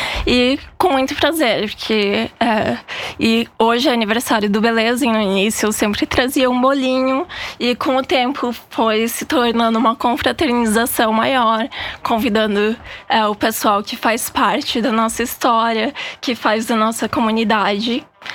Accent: Brazil; já que sou brasileiro

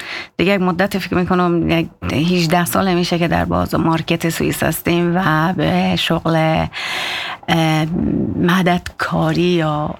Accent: Herat, Afghanistan; now in Zurich, Switzerland; از هرات باستان، اون رقم که فکر کنم لهجه من فهمیده میشه. مدت فکر میکنم 21 سال یا 22 سال میشه که در سوئیس هستیم، در همین کانتون زوریخ

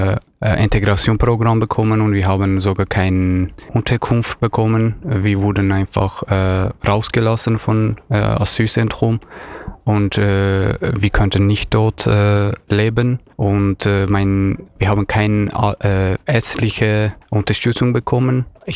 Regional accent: Afghanistan; German is a second language; moved away as an adult; now in Switzerland; Ich bin 20 Jahre alt. Ich komme aus Afghanistan. Bin seit 8 Monaten in der Schweiz.

